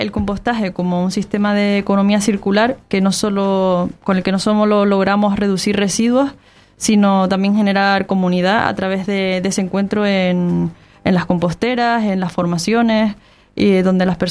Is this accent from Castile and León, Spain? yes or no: no; Canary Islands, Spain; somos los canarios